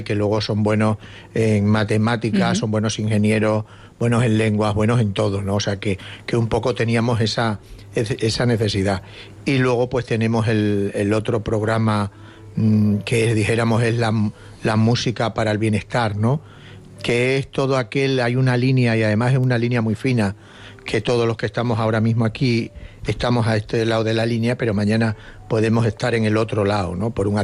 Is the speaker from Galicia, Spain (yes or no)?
no; Extremadura, Spain; estamos en una zona un poco, dijéramos, hostil en cuanto a que no hay un tejido empresarial y no hay dinero